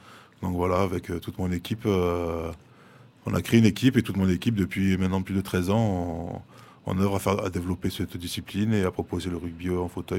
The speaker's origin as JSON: {"language": "French", "town": "Le Revest-les-Eaux", "region": "Provence-Alpes-Côte d'Azur", "country": "France", "tie": "born or raised there", "said": "du village où j'ai grandi, au Reveste-les-Eaux"}